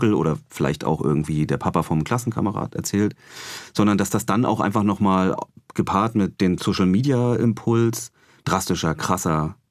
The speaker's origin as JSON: {"language": "German", "region": "East Germany", "country": "Germany", "said": "Und also ich habe damals schon, ich komme selber aus Ostdeutschland, gemerkt, da kippt was."}